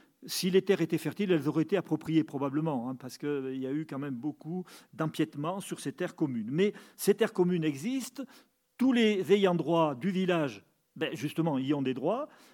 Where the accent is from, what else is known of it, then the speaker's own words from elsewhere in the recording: Auvergne-Rhône-Alpes, France; Chez nous, en Haute-Loire, ce qui domine, c'est la forêt de pin.